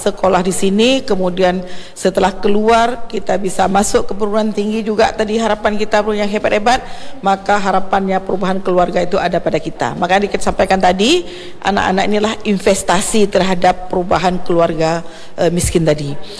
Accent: Aceh, Indonesia; kita Aceh Besar

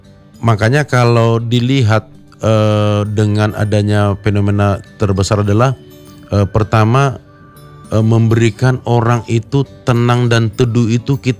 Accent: Medan, North Sumatra, Indonesia; now in Bogor, Indonesia; saya dari Medan asli loh, Mbak.

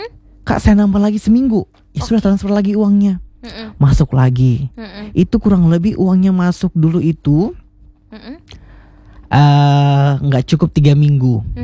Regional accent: South Sulawesi, Indonesia; Kak, saya dapat di sosmed nih. Tapi saya kan dari Sulsel.

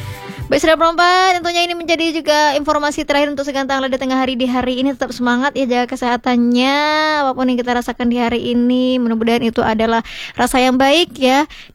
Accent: Riau, Indonesia; daerah saya pun dekat kampung lah kan, dekat daerah Pekanbaru sana tuh

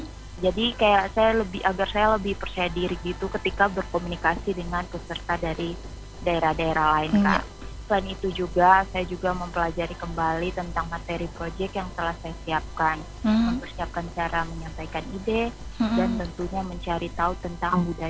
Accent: Papua, Indonesia; Daerah Papua

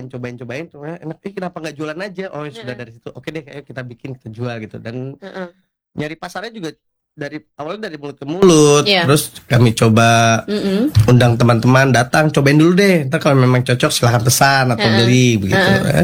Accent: Jakarta, Indonesia; Kebetulan saya asli dari Jakarta.

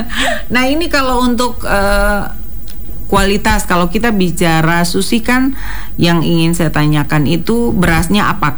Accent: Papua, Indonesia; kita orang Papua kalau pergi ke Jawa

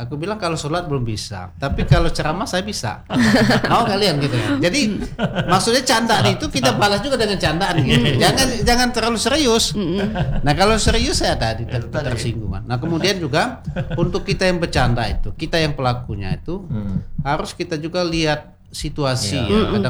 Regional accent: Bengkulu, Indonesia; Contoh Pak Aditya, kalau saya kalau kami ini merantau nanti ke Jogja, kami berkata kami orang Bengkulu.

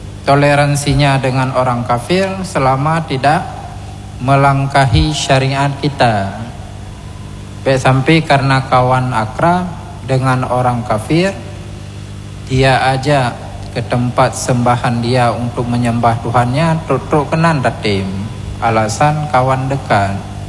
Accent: Aceh, Indonesia

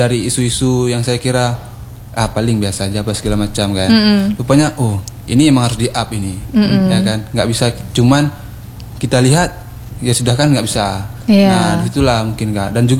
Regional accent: Aceh, Indonesia; saya juga orang Aceh Barat, warga Aceh Barat.

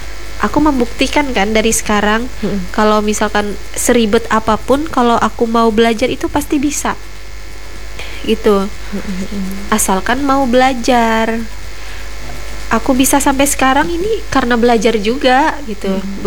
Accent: Seruyan, Central Kalimantan, Indonesia

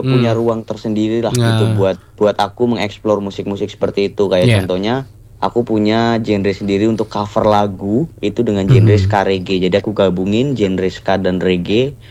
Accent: Pringsewu, Lampung, Indonesia; now in Jakarta, Indonesia; Dan bahkan kampungku pun kabupatennya itu namanya Pringsewu. Pringsewu. Dan okay, desaku okay. namanya Ambarawa

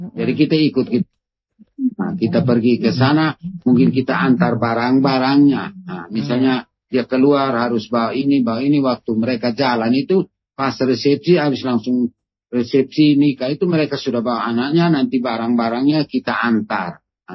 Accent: Amanuban, East Nusa Tenggara, Indonesia; Ya, ya kalau tradisi saya kan orang Amanuban, jadi saya tidak boleh minta adat lebih dari istri saya.

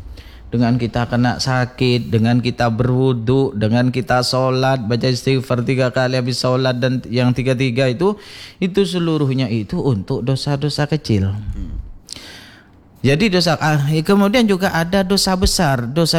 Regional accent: Madura, Indonesia; saya kan orang Madura.

